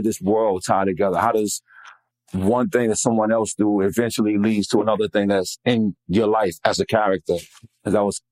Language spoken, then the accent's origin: English; United States; that's important to me as an American citizen, because when I travel around the world, I travel as an American citizen. That's my passport.